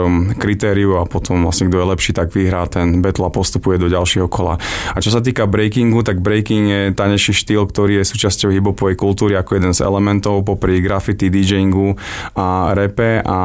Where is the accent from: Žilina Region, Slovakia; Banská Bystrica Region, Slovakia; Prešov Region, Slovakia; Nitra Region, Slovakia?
Banská Bystrica Region, Slovakia; Banská Bystrica; Určite som hrdý na to, že som Bystričan, máme krásne mesto